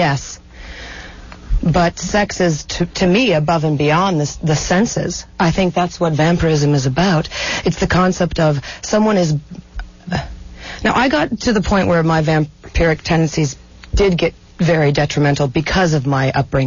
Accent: San Francisco, California, United States; I'm from San Francisco, so I just grew up dealing with, you go on a date

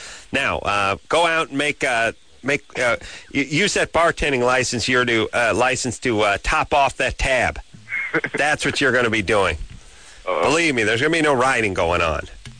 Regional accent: Los Angeles, California, United States; born there

